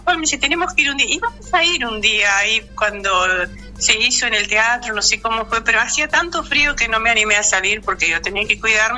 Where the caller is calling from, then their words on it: Santiago del Estero, Argentina; nosotros que somos de Santiago